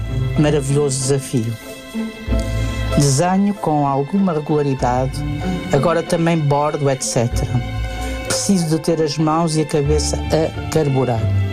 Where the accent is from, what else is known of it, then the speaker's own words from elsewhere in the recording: Porto, Portugal; Nasci e moro no Porto, estufeita e bom fim.